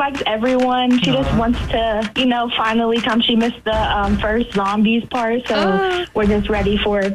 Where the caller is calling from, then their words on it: Pittsburgh, Pennsylvania, United States; The north side of Pittsburgh.